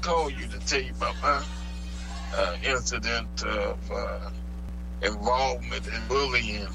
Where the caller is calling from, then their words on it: Orlando, Florida, United States; Lake Nona.